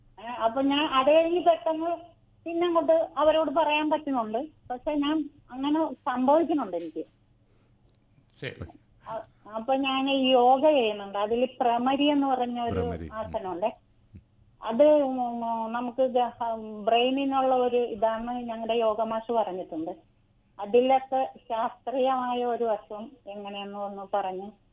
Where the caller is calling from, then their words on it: Perumbalam, Kerala, India; Perumbalam.